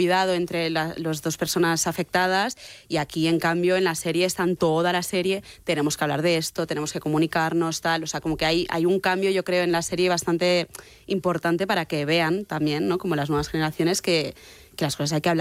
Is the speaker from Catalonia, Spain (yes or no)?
yes; Barcelona, Catalonia, Spain; yo es que soy de Barcelona, entonces cosa del mar, de estar morenita